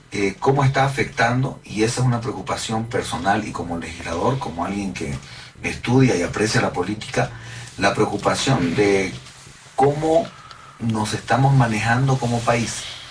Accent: Bolivia; como legisladores, como bolivianos, todos

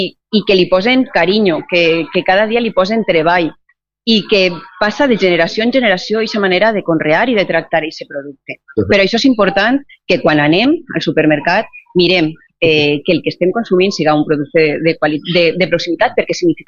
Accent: Alcoy, Valencian Community, Spain; Jo sóc alcoiana

